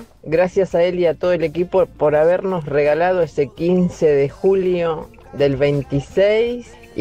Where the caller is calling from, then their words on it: Boulogne, Buenos Aires Province, Argentina; de Boulogne.